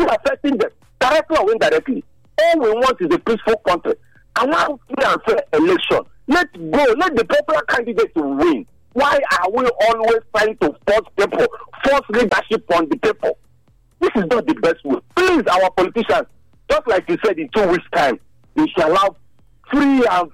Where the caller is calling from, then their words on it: Benin City, Edo, Nigeria; I'm calling from Benin.